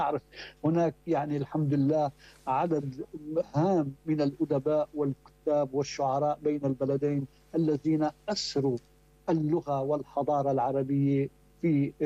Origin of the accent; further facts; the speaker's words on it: Lebanon; نحن بنعرفه كلبنانيين